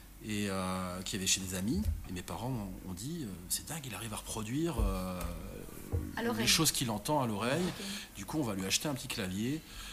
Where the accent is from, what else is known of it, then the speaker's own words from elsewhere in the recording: Chartres, Centre-Val de Loire, France; moved away as an adult; also born or lived in Saint-Germain-en-Laye, France; now in Belgium; je suis né en France, désolé. À Saint-Germain-en-Laye exactement, mais j'ai grandi du côté de Chartres